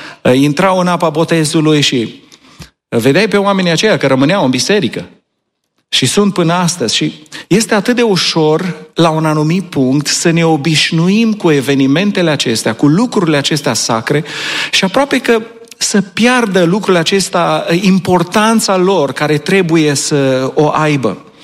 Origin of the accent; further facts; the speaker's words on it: Romania; moved away; Îmi aduc aminte când eram copil în România